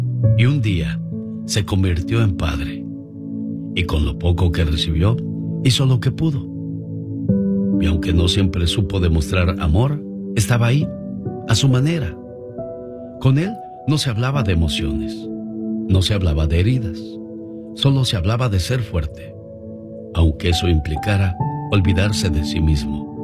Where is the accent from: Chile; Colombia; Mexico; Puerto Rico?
Mexico; Chiapas; de Chiapas, México, y te estamos escuchando.